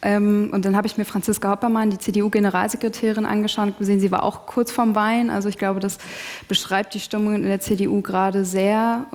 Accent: East Germany, Germany; ich habe jetzt eine Meinung, ich bin Ostdeutsche und ich muss das ein bisschen mehr in den Vordergrund stellen und für ostdeutsche Interessen kämpfen.

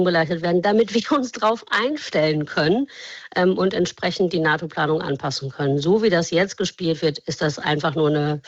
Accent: Germany; wenn wir jetzt nicht mehr in dem Freundschaftsgame sind, wie wir das gerne wollten als Deutsche

